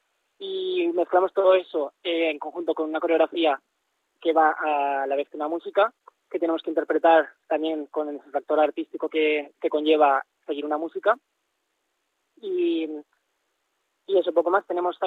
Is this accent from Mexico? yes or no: no; Sueca, Valencian Community, Spain; now in Burjassot, Spain; Yo soy de Soga, pero yo vivo en Burjasot.